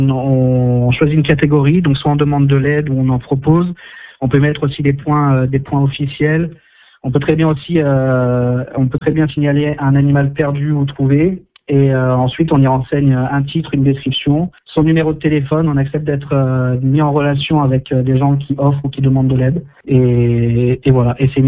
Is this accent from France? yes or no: yes; Auvergne-Rhône-Alpes, France; moi je suis originaire d'Isère, j'ai toujours grandi là-bas.